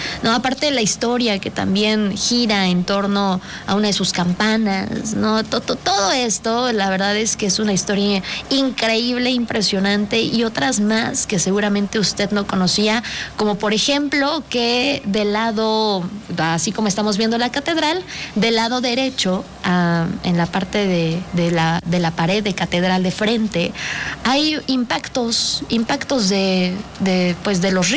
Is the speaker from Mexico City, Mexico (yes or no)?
no; Puebla, Mexico; nosotros como poblanos que la tenemos aquí